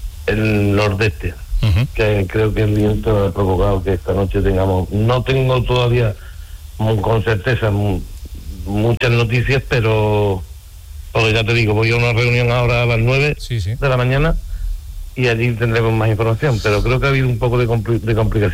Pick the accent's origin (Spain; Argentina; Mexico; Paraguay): Spain; Villanueva de las Cruces, Andalusia; la noche ha estado más tranquila en la parte de que concierne a mi pueblo, Villanueva de las Cruces